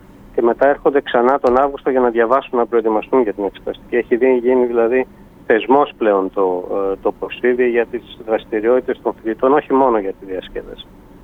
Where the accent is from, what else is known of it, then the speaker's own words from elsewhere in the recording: Northern Greece, Greece; Για εμάς που είμαστε εδώ από τη Βόρεια Ελλάδα και ξέρουμε την περιοχή